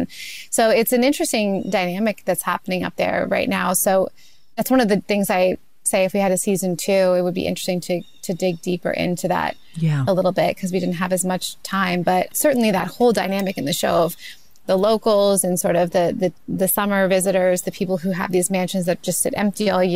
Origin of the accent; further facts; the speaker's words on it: Canada; I am just always trying to set things in Canada about Canadians because I'm Canadian and like, why not?